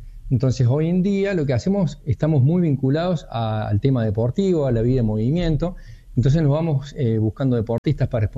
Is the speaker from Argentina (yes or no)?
yes; Argentina; El argentino en sí es resiliente, el contexto te obliga a pensar y eso nos hace únicos como argentinos, ¿no?